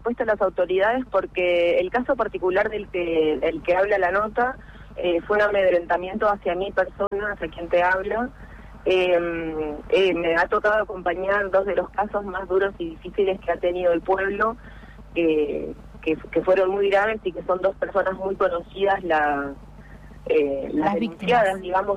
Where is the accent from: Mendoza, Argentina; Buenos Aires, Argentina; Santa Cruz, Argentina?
Santa Cruz, Argentina; now in El Maitén, Argentina; No, yo soy santacruceña y me fui a Maitén por cuestiones familiares, digamos, para cambiar de vida me quería ir a vivir en la cordillera.